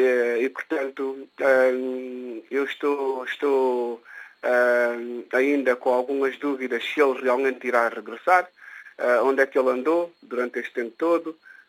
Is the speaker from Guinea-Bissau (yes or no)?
yes; Guinea-Bissau; Isto é que é a Guiné-Bissau, é o meu país onde eu nasci, o país que me viu nascer.